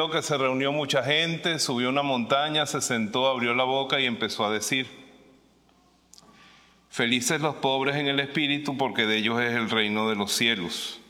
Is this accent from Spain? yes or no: no; Venezuela; Yo soy de Venezuela.